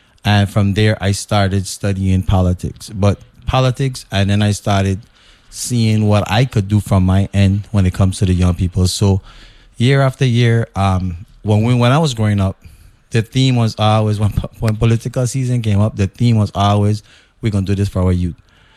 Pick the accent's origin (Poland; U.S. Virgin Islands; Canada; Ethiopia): U.S. Virgin Islands; St. Croix; also born or lived in New York City; Yeah, I was born and raised here on St. Croix.